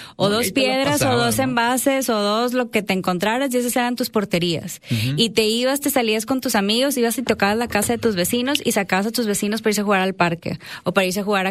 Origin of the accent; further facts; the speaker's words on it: Salinas Victoria, Nuevo León, Mexico; moved away as an adult; now in Monterrey, Mexico; Yo nací aquí en Monterrey. Toda mi infancia viví en Salinas Victoria. La familia de mi papá es de Salinas, mi mamá de Monterrey. La convenció, se casó, se fue a vivir para allá y ahí crecí. En carrera me vine a vivir para acá